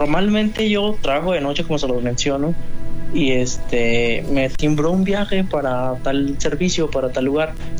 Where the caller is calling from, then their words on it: León, Guanajuato, Mexico; Desde León, Guanajuato.